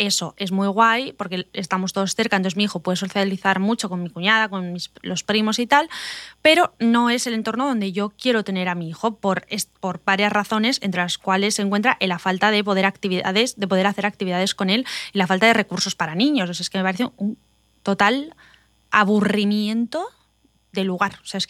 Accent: Spain; moved away as an adult; now in United States; Y nosotros en España, bueno, yo soy española

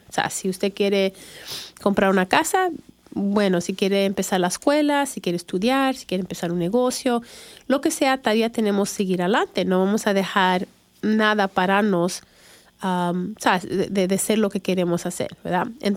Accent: Chicago, Illinois, United States; now in Lexington, United States; Y pues yo nací en Chicago, crecí en Chicago y ya tengo 26 años viviendo aquí en el estado de Kentucky.

